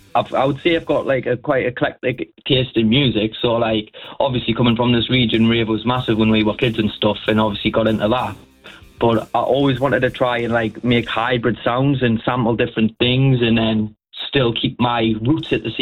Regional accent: Ashington, North East England, United Kingdom; I'm from Ashington, Northumberland

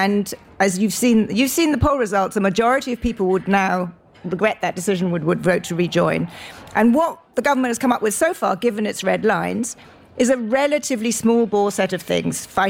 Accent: West Midlands, United Kingdom; I came from South Shropshire where I grew up.

